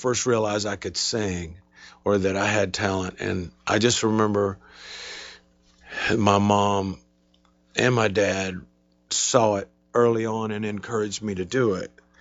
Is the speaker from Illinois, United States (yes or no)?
no; Mobile, Alabama, United States; I grew up in Mobile, Alabama, and, you know, way back then in the 50s and 60s and whatever. And Mobile was a lot smaller